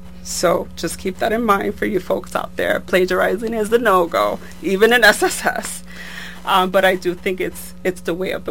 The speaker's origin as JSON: {"language": "English", "town": "New York City", "region": "New York", "country": "United States", "tie": "born or raised there", "moved": "as an adult", "said": "I was born and raised in the Bronx."}